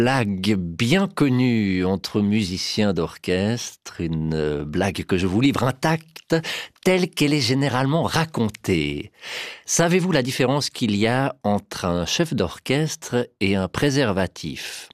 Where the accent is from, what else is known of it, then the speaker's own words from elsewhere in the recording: Switzerland; chez nous en Suisse